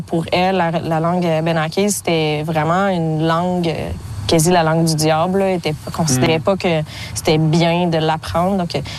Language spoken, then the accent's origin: French; Odanak, Quebec, Canada; Oui, j'ai grandi à Odanak.